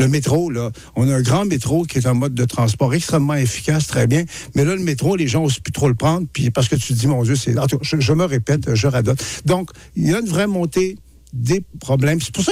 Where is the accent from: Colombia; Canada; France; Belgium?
Canada; Quebec; c'est une tentation quand on est Québécois. Moi, je suis Québécois aussi